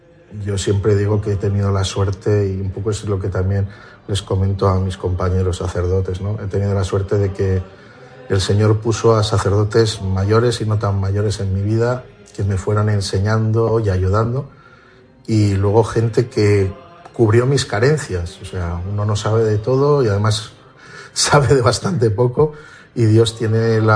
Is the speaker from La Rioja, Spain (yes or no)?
yes; San Vicente de la Sonsierra, La Rioja, Spain; now in Santo Domingo de la Calzada, Spain; aunque soy de San Vicente de la Sonsierra